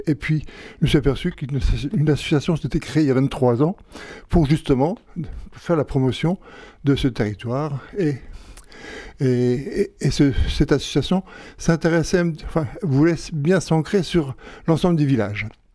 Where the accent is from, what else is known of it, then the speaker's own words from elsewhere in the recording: Grand Est, France; Non, mais je suis pas originaire de Lyosson, je suis lorrain au départ. Mais ça fait 40 ans maintenant que j'habite ici